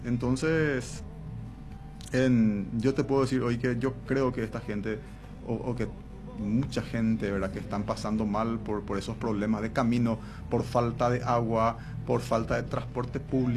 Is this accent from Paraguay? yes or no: yes; Coronel Oviedo, Caaguazú, Paraguay; Yo, por cuestiones de trabajo y demás, me tocó salir de Coronel Oviedo varias veces, pero siempre yo quise quedarme acá. Yo le quiero mucho a mi ciudad, Luis